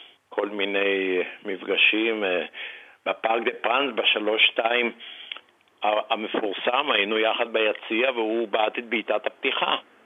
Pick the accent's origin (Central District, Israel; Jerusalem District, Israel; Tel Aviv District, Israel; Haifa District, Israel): Central District, Israel; Netanya; born or raised there